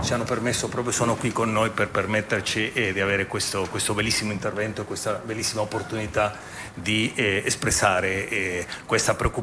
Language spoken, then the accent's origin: Italian; Brazil; vengo dal Brasile, conosco molto i numeri del Brasile